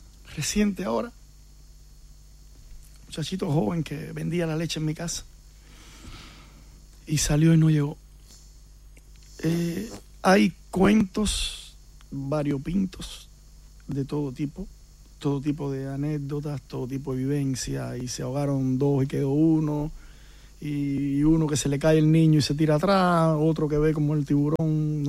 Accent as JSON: {"language": "Spanish", "country": "Cuba", "tie": "born or raised there", "said": "En Cuba, en mi pueblo, ahí, uno de los líderes más grandes o que más mediático era en la oposición en Cuba era de mi pueblo"}